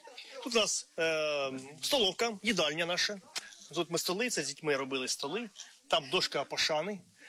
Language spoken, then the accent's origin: Ukrainian; Kherson, Kherson Oblast, Ukraine; moved away as an adult; now in Cherkasy Oblast, Ukraine; Я сам з Херсона, вчився на третьому курсі універа